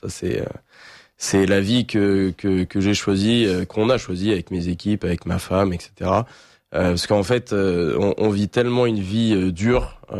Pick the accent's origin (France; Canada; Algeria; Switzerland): France; now in Poland; je vis en Pologne les trois quarts de l'année, parce que je ne peux pas vivre sans revenir en France quand même souvent.